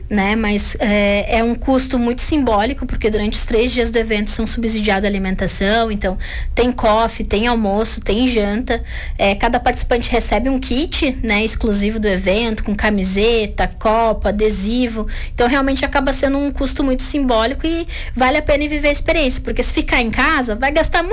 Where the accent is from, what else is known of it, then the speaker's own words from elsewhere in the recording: Rio Grande do Sul, Brazil; now in Lages, Brazil; eu sou gaúcha.